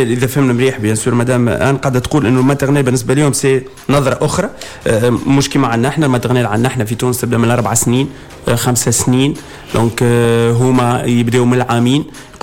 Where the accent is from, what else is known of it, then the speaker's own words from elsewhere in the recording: Tunisia; Maternelle, chez nous, en Tunisie, c'est à partir de 4 ans.